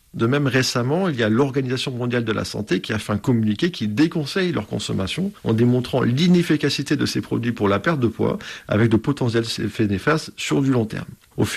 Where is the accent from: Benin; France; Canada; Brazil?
France; Toulouse, Occitanie; Alors, donc à l'origine, je suis de Toulouse, donc j'ai fait mes études à l'université de Toulouse-Paul Sabatier.